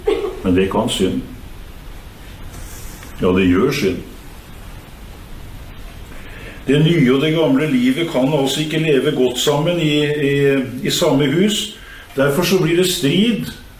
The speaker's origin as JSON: {"language": "Norwegian", "town": "Kragerø", "region": "Telemark", "country": "Norway", "said": "der jeg kommer fra, Sandral Kragerø."}